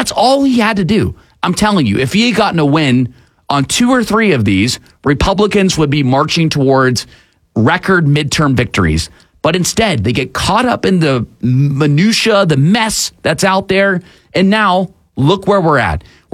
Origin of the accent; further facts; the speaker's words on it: United States; as an American who goes into the voting booth this November